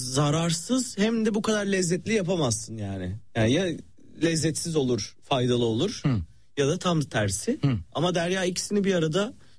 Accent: Salihli, Manisa, Turkey; Çok selamlar, benim memleketim.

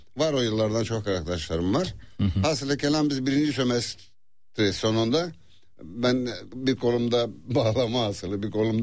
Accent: Maden, Elazığ, Turkey; İşte ben ortaokulu bitirdikten sonra bizim kazada, ben Madenliyim Elazığ. Kazada şey yoktu, lise yoktu.

